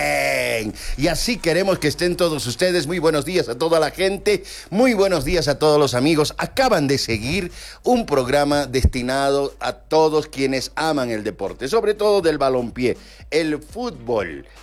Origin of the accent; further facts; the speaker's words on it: Bolivia; todos somos bolivianos